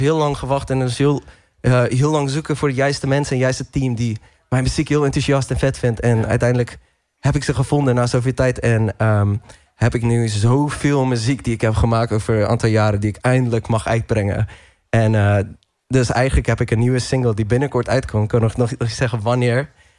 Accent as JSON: {"language": "Dutch", "country": "South Africa", "tie": "born or raised there", "said": "Ik ben opgegroeid in Zuid-Afrika."}